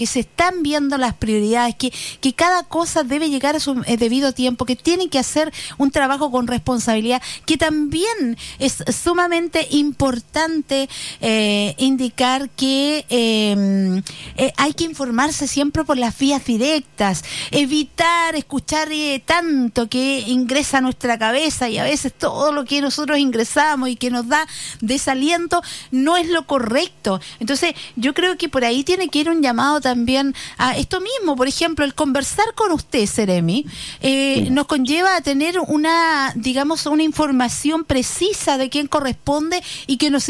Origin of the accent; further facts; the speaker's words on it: Chile; todos somos chilenos, todos pertenecemos a este territorio